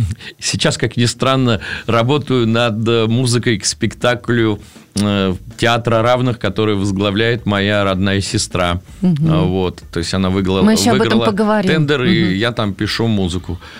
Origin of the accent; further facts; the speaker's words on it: Voronezh, Voronezh Oblast, Russia; Здравствуй, Воронеж. Очень рад быть в родном городе.